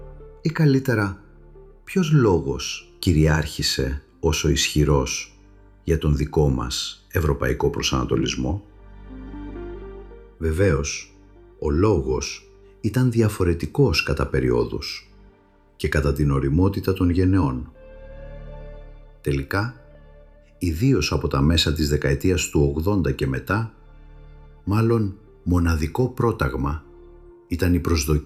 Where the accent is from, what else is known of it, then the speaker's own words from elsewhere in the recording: Greece; ως ορθόδοξο κληρικό, το γεγονός ότι η πατρίδα μου, η Ορθόδοξη Ελλάδα, η μόνη για πολλά χρόνια ορθόδοξη χώρα στα πλαίσια της Ευρωπαϊκής Ένωσης